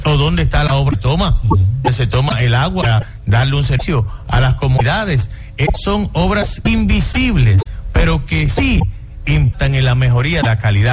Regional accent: Dominican Republic; Soy el sexto dominicano graduado en Desarrollo Humano

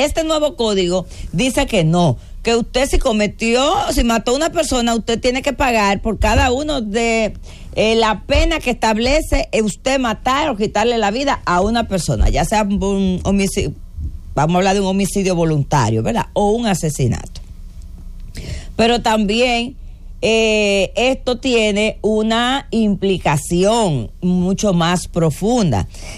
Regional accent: Dominican Republic; cómo somos nosotros, los dominicanos

